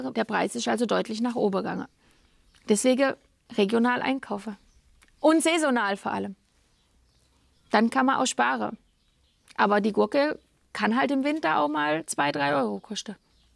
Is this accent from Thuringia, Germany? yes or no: no; Reichenau, Baden-Württemberg, Germany; accent: Reichenauerisch; Wir auf der Insel haben unseren eigenen Dialekt, das sogenannte Reichenauerisch, das Aurisch. Und das hört sich wegen Schwäbisch an. Aber wir sind Badenser.